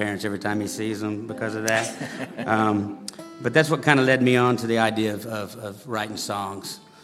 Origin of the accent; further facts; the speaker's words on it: Louisiana, United States; now in Nashville, United States; Mostly Louisiana.